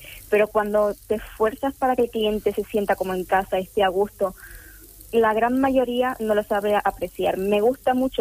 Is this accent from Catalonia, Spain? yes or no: no; Canary Islands, Spain; Canarias, que bueno, es la parte que me toca a mí también, porque al final soy canaria y tengo que tirar siempre a la tierra.